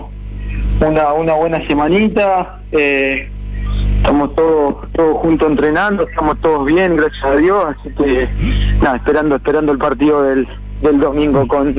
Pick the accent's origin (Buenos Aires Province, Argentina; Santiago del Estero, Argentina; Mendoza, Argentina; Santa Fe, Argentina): Santa Fe, Argentina; Las Garzas; moved away as an adult; also born or lived in Buenos Aires; now in Casilda, Argentina; Yo soy de Las Garzas, sí, un pueblito del norte de la provincia. Yo estuve jugando en Buenos Aires, me volví